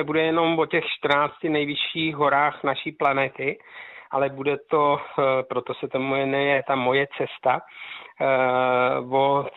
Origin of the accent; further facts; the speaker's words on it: Nové Město na Moravě, Vysočina Region, Czechia; pocházím z Nového Města na Moravě